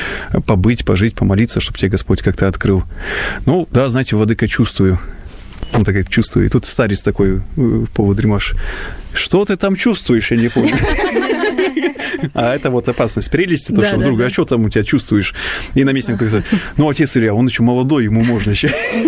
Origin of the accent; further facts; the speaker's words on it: Leningrad Oblast, Russia; И поскольку я родом с Ленинградской области и стал воцерковляться на Пасху, это было в 2005 году